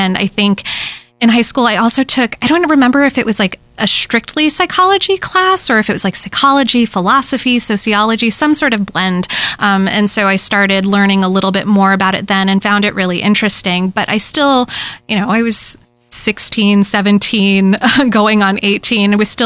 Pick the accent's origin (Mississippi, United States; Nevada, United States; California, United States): California, United States; Temecula; moved away as an adult; growing up in Temecula, which felt like such a small town where I didn't always feel like I fit